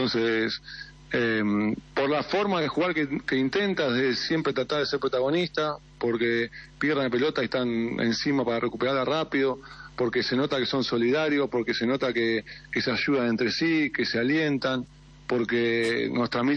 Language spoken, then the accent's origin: Spanish; Argentina; Porque somos también nosotros somos eso, los argentinos.